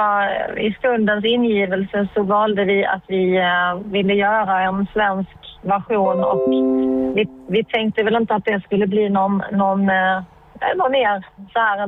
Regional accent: Sweden

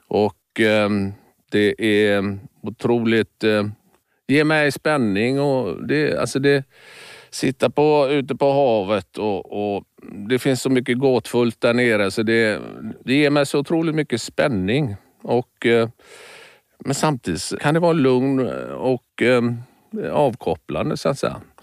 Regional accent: Västra Götaland County, Sweden; Fjordar har vi i Bohuslän där jag växte upp.

